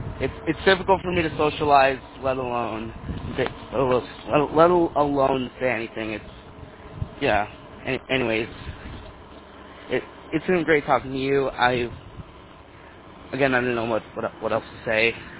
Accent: St. James, Minnesota, United States; It's good to know another Minnesotan on the reflector. I am from St. James

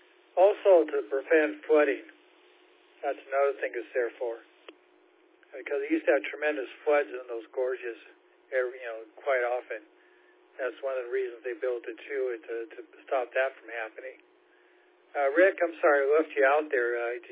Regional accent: Seattle, Washington, United States; because I grew up in Seattle and be on Puget Sound

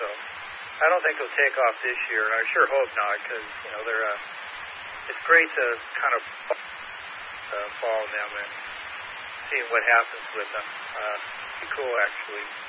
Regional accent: Seattle, Washington, United States; I grew up in the Seattle area

